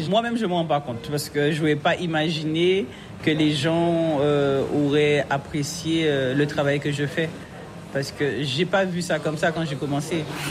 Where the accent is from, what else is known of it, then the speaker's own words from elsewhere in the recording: Guadeloupe; je suis une Guadeloupéenne